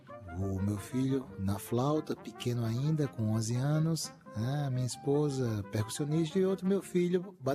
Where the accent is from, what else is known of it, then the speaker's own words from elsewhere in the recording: Northeast Region, Brazil; moved away as an adult; now in Austria; Nós somos do Nordeste.